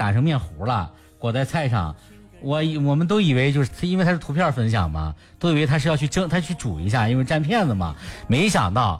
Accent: Shanxi, China; 我们山西人的执念

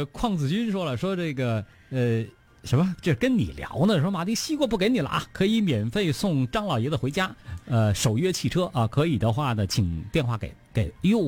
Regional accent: Beijing, China; 咱们北京话就真的得有眼的劲儿。

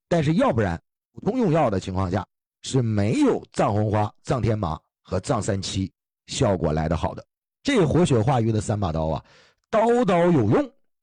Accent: China; 咱们内地人呢，到西藏容易出现一个事儿，叫高原反应

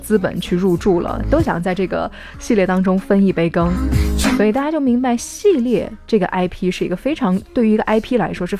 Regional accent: China; 我们中国人

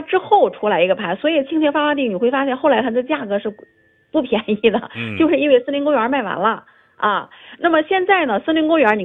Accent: Qingdao, Shandong, China; 咱们青岛人无人不知、无人不晓啊

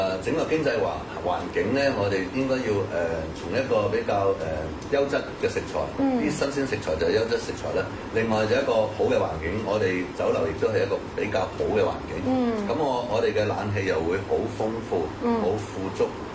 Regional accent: Jiangmen, Guangdong, China; 咁誒呢個其中咧就係我哋江門人、新會人或者三區四市唔同嘅地方嘅人

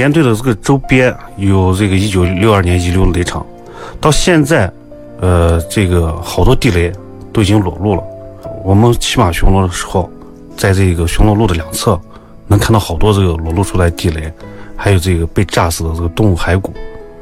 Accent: Xinjiang, China; 因为我是兵团长大的，兵团第三代

